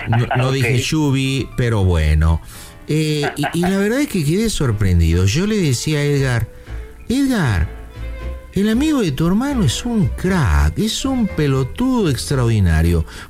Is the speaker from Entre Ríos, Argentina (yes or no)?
no; Buenos Aires, Argentina; moved away as an adult; also born or lived in California; now in United States; Yo nací en California, pero cuando tenía 3 años, mi madre me llevó a Buenos Aires, y bueno, porque mi madre es californiana, y yo opté y tuve el pasaporte americano